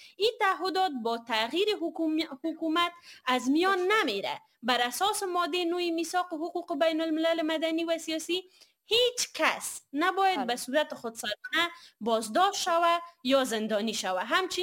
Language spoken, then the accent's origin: Persian; Afghanistan; ما من حیث کسایی که از افغانستان هستیم